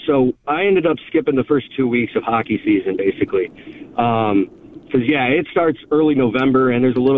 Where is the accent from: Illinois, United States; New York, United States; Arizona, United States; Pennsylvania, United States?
New York, United States; Depew; I was a hockey and football guy at DePew growing up